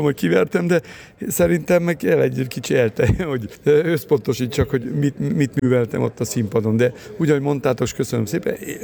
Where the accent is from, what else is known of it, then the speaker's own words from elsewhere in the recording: Transylvania, Romania; Én mivel kettős állampolgár vagyok, magyar is vagyok, román is. Ott játszok, ahol felkérnek, ahol játszok, mivel ott élek ki, Erdélybe, igaz, akkor a román bajnokság közele van hozzám.